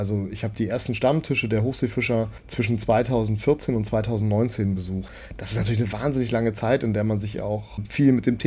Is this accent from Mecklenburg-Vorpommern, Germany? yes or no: yes; Rostock, Mecklenburg-Vorpommern, Germany; Ich bin selbst Rostocker, in Rostock geboren und aufgewachsen. Die Familie meines Vaters hat auf den Rostocker Werften gearbeitet. Ich habe also, man könnte sagen, so ein bisschen maritimen Hintergrund vielleicht.